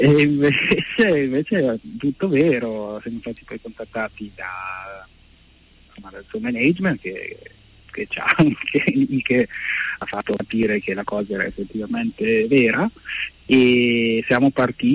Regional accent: Milan, Lombardy, Italy; born there; sono nato a Milano.

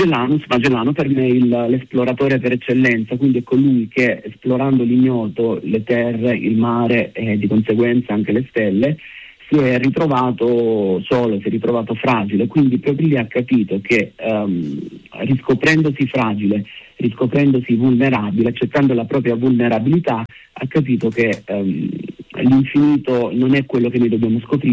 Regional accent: Apulia, Italy; Però il mio ritorno è dovuto soprattutto a un legame con la mia terra, con le mie radici

